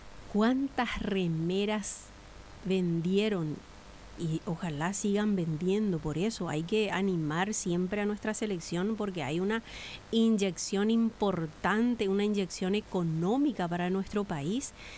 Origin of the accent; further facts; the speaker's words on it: Paraguay; por lo que somos paraguayos, por nuestra identidad.